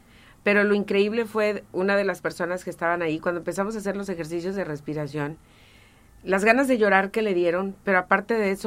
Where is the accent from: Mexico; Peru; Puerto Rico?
Mexico; Coatzintla, Veracruz; Coatzintla. Coatzintla, Veracruz, mi pueblo.